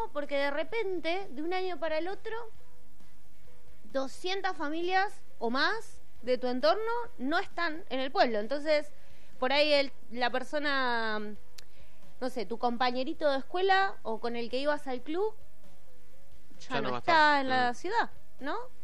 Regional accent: Villa Gesell, Buenos Aires Province, Argentina; yo, por ejemplo, soy de Villa Gesell

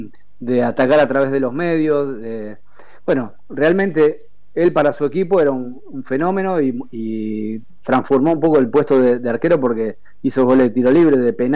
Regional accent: Rosario, Santa Fe, Argentina; yo siendo de Rosario, habiéndome formado en la inferior de Rosario Central

